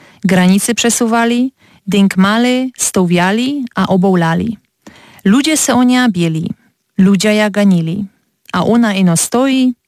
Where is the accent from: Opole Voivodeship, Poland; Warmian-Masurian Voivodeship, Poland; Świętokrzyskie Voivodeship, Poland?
Opole Voivodeship, Poland; Leśnica; accent: Silesian; u nas w Leśnicy, bo to jest tam najbliższa wioska obok Porymby